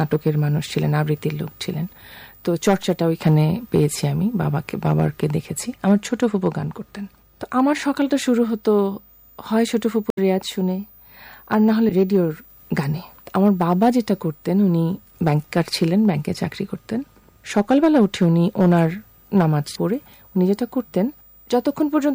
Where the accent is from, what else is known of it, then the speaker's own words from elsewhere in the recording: Dinajpur, Rangpur Division, Bangladesh; আমার বেড়ে ওঠাটা উত্তরবঙ্গের একেবারে উত্তরের একটা শহর দিনাজপুরে।